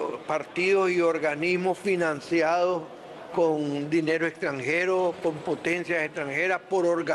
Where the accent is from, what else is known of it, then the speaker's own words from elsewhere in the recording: Nicaragua; Somos los nicaragüenses los que vamos a elegir las elecciones.